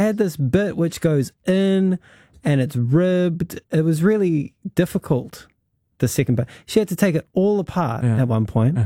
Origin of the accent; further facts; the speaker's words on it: Wellington, New Zealand; I'm from Wellington.